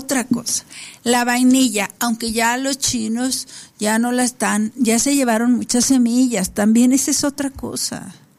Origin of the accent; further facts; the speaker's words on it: Mexico; soy mexicano